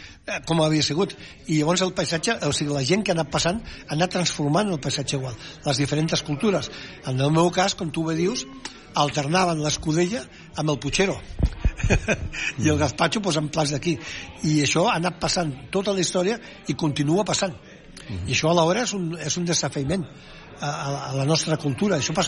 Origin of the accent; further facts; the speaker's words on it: Catalonia, Spain; Jo, per exemple, que sóc de l'Empordà, que això no és cap mèrit, vull dir, he tingut sort. Però jo que soc de l'Empordà, que soc de la Costa Brava